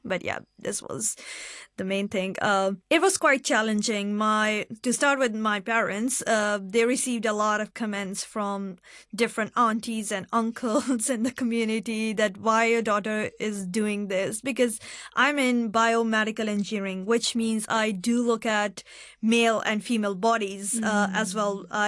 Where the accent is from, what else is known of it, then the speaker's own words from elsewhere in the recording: Pakistan; now in Hong Kong; Being Pakistani women in STEM